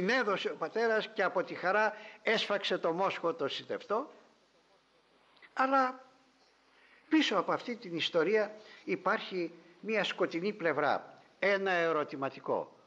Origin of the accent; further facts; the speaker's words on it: Ikaria, North Aegean, Greece; Και κάθισα εκεί στην πατρίδα μου την Ικαρία, όπου έχω ησυχία όταν πάω